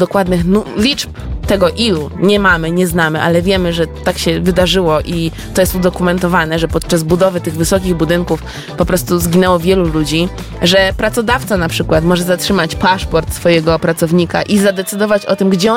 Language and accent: Polish; Warsaw, Masovian Voivodeship, Poland; a ja jako warszawianka powinnam coś powiedzieć